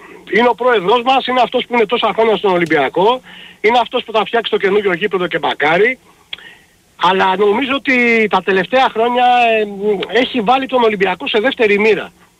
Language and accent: Greek; Piraeus, Attica, Greece; Εγώ είμαι Ολυμπιακός, είμαι Πειραιώτης